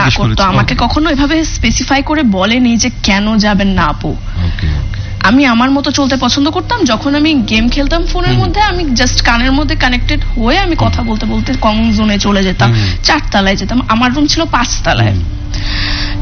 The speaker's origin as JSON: {"language": "Bangla", "town": "Dhaka", "region": "Dhaka Division", "country": "Bangladesh", "tie": "born or raised there", "said": "আমার হচ্ছে আমার বাসা মিরপুরে, আমি ঢাকায় জন্ম, ঢাকায় থাকি, আমার নানু বাসাও ঢাকায়, আমরা সব ঢাকা স্থানীয়।"}